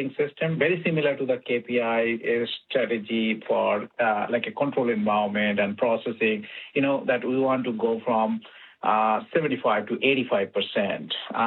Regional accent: Canada; so that we can see, as a Canadian, we feel less stress when we buy food?

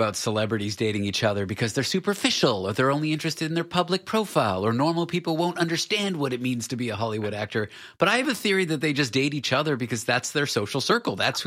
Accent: Canada; I'm Canadian

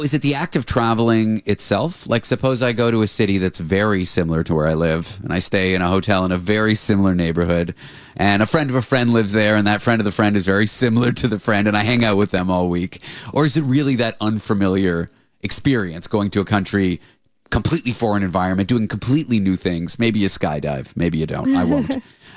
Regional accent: Canada; My girlfriend's American. I'm Canadian.

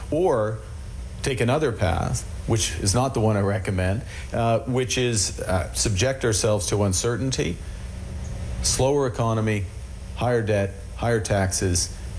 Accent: Edmonton, Alberta, Canada; I grew up in Edmonton, grew up in Albertan. I consider myself an Albertan.

